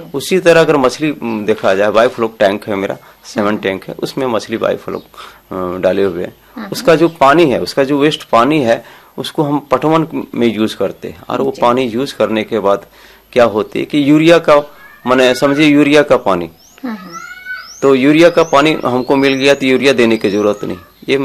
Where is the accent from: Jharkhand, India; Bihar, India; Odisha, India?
Jharkhand, India; Hazaribagh district; ग्राम अमनारी सदर ब्लॉक हजारीबाग जिला से निवासी हूँ।